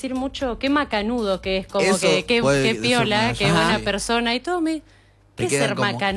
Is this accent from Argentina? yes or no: yes; Pellegrini, Argentina; now in Santa Rosa, Argentina; yo soy de Pellegrini.